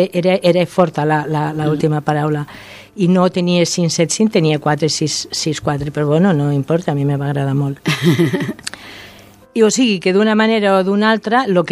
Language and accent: Catalan; Castile, Spain; jo soc castellana i adoro el castellà